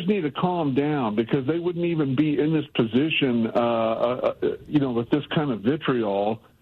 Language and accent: English; Alabama, United States; now in Wichita, United States; Hey, I'm from the Southeast. I'm from L.A., Lower Alabama.